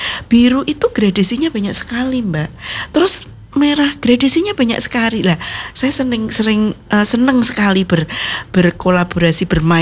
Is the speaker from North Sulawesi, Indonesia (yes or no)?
no; Magelang, Central Java, Indonesia; Saya kan aslinya Magelang.